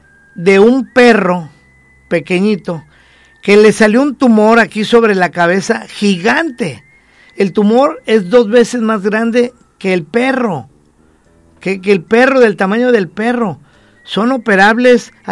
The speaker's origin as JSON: {"language": "Spanish", "town": "Poza Rica", "region": "Veracruz", "country": "Mexico", "said": "Yo amo mi colonia Chapultepec, con aquel lodo, aquellas zanjas, aquellas lagunas, aquel chapopote, no había banquetas, no había luz, pero yo amo mi colonia como si fuera parte, no, es parte de mi vida"}